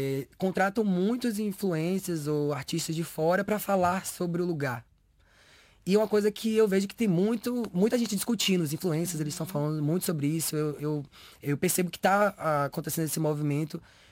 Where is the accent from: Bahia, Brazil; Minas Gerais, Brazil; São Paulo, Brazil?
Bahia, Brazil; Salvador; also born or lived in Simões Filho; Eu sou Simões Filhense, que é... Eu nasci em Simões Filho, que é uma região metropolitana de Salvador. Mas minha família sempre morou em Salvador.